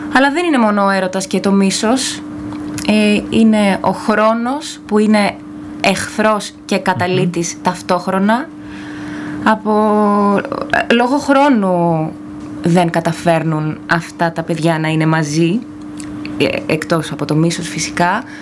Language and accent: Greek; Thessaloniki, Central Macedonia, Greece; moved away as an adult; now in Ioannina, Greece; Έρχομαι από Θεσσαλονίκη.